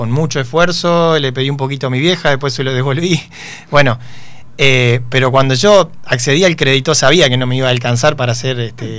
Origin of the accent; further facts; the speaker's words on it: General Ramírez, Entre Ríos, Argentina; Yo soy de Ramírez